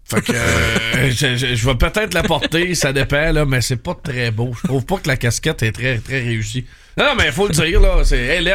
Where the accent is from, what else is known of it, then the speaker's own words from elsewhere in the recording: Victoriaville, Quebec, Canada; Entre autres parce que ça capte jusqu'à Victoriaville. Donc, c'est mon patelin, puis le 100.9 est très populaire.